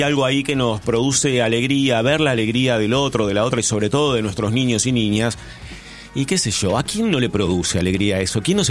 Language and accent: Spanish; Argentina; soy argentino y salto porque no soy inglés.